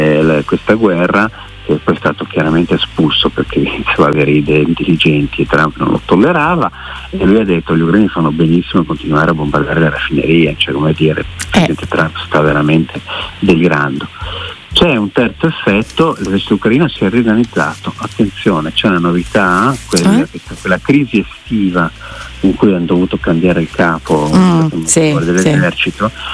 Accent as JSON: {"language": "Italian", "town": "Milan", "region": "Lombardy", "country": "Italy", "said": "Da milanese mi è familiare questa parola."}